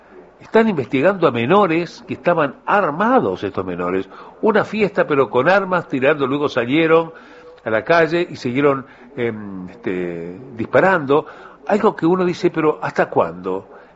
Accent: Uruguay; A mí me preocupa mucho como uruguayo, como ciudadano, como gente que vive en este país

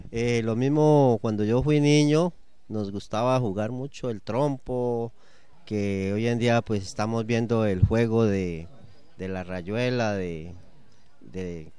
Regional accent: Miranda, Cauca, Colombia; soy de la vereda Caparrosal y en este momento acompaño como autoridad Cambues en el territorio.

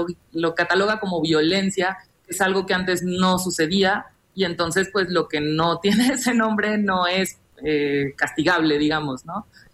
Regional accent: Mexico

